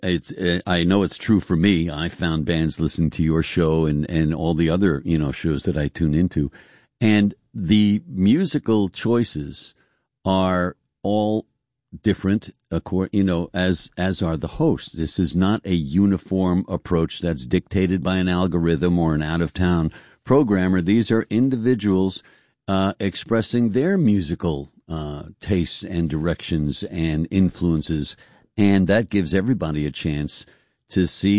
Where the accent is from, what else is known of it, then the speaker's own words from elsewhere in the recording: Newark, New York, United States; I'm from Newark.